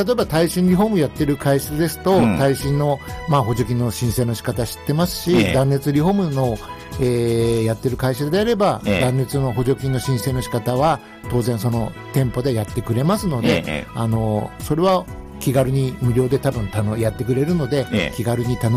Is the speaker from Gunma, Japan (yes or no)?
yes; Gunma, Japan; 僕も群馬県生まれですので